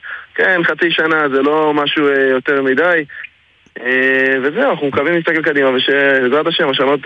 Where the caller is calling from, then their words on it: Mishmar HaYarden, Northern District, Israel; כן, אני מושב משמע הירדן, בצפון.